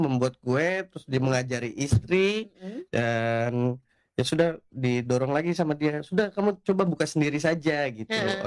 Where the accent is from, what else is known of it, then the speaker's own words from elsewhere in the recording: Jakarta, Indonesia; Kebetulan saya asli dari Jakarta.